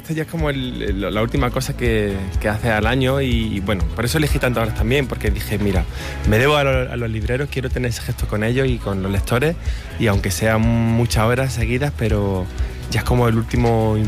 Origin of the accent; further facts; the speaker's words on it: Linares, Andalusia, Spain; típico de Linares, de mi tierra.